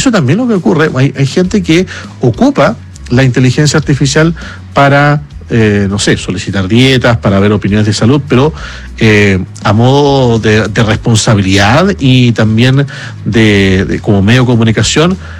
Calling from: La Florida, Santiago Metropolitan Region, Chile; de la Florida.

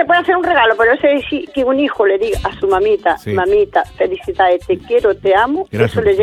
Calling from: San Pedro de la Paz, Biobío, Chile; yo soy de Lomas

